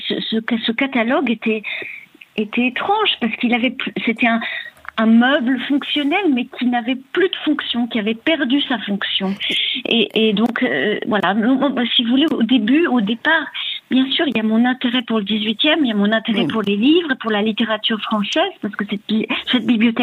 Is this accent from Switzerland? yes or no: yes; Geneva, Switzerland; born there; moi, je suis née à Genève, dans une ville et dans un pays qui a été éminemment protégé, préservé par par les deux guerres affreuses du XXe siècle.